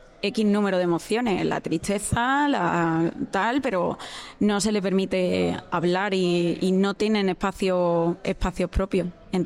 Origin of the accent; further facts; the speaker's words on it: Seville, Andalusia, Spain; now in Barcelona, Spain; Sevilla, yo soy andaluza, aunque vivo en Barcelona